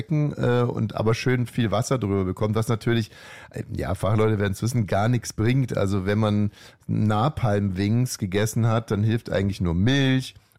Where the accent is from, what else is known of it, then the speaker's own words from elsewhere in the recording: West Germany, Germany; Weil bei uns im Westen hat man genießt und dann hieß es, zieh dir mal was an die Füße.